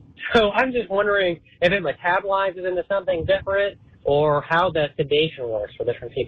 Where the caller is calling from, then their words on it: Fort Wayne, Indiana, United States; calling from Fort Wayne.